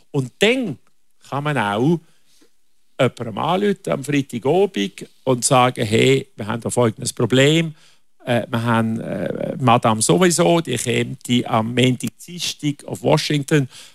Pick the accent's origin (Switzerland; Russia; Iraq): Switzerland; als Diplomat oder als Schweizer kann man gut zu Demokraten stehen